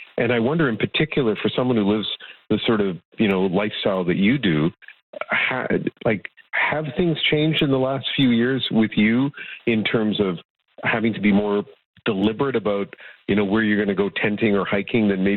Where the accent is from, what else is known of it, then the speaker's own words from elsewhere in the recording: British Columbia, Canada; even as a British Columbian